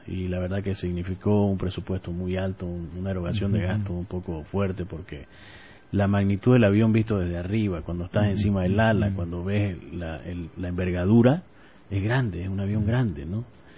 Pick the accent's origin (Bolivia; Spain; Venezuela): Bolivia; Beni; now in Santa Cruz de la Sierra, Bolivia; yo soy del Beni, criado en aviones por falta de carretera.